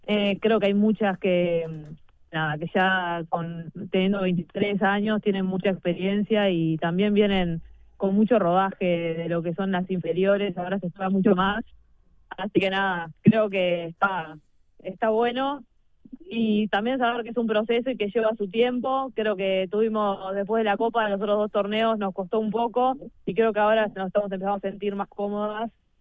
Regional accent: Uruguay; moved away as an adult; also born or lived in Netherlands / Belgium; volví a Uruguay este año, estoy jugando en Vigoa, pero sí, fue muchos años afuera

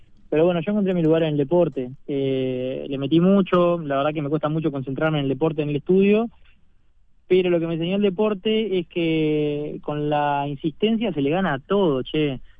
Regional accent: Uruguay

